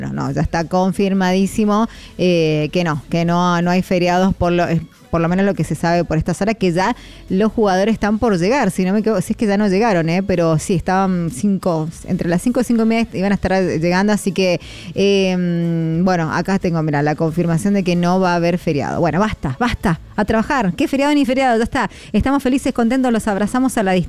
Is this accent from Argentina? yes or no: yes; Argentina; Bien ahí, como buenos, como argentinos luchadores y resilientes que somos, claro que sí.